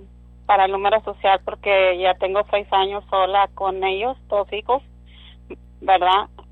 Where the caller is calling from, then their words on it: Edinburgh, Scotland, United Kingdom; De acá, de Edimburgo.